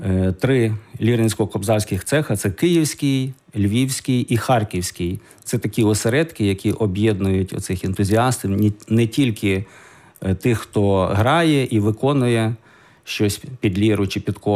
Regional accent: Kovel, Volyn Oblast, Ukraine; born there; сам я народився в Ковелі.

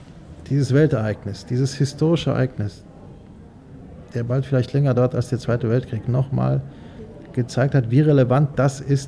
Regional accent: Gdańsk, Pomeranian Voivodeship, Poland; In meiner Heimatstadt Danzig die Verständigung mit skandinavischen Ländern.

